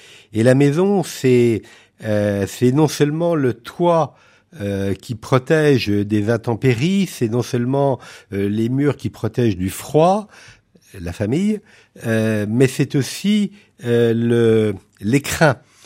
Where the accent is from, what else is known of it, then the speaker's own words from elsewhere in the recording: Brittany, France; born there; now in Vendée, France; Oui, je suis breton, effectivement, je suis né en Bretagne, la famille de ma mère était Bretagne depuis de nombreuses générations